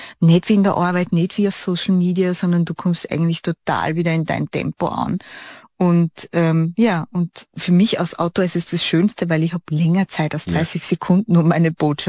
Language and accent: German; Styria, Austria; ich bin ja schon aus so Grazer Gegend, das ist ja fast schon ein bisschen südlich.